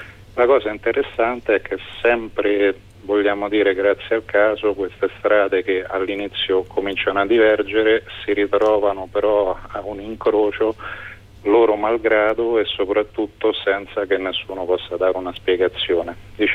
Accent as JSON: {"language": "Italian", "town": "Rome", "region": "Lazio", "country": "Italy", "tie": "born or raised there", "said": "nato e cresciuto a Roma"}